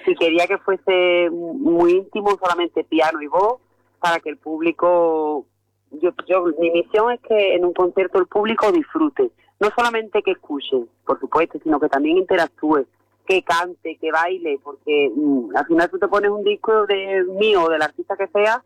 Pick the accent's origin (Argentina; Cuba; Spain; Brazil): Spain; La Luisiana, Andalusia; yo soy de la Luisiana